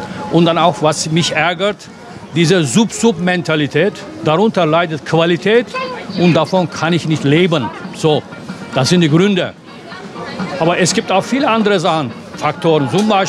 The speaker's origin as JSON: {"language": "German", "country": "Turkey", "second_language": "German", "moved": "as an adult", "lives_now": "Germany", "said": "ich komme aus der Türkei. Seit 55 Jahren bin ich in Deutschland. In den 70er Jahren bin ich nach Deutschland gekommen. Auch in Darmstadt an der Fachhochschule studiert, Elektrotechnik."}